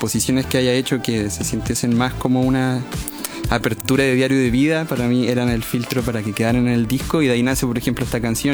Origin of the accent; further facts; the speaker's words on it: Santiago, Santiago Metropolitan Region, Chile; siendo santiaguino, siendo ¿ya? chileno.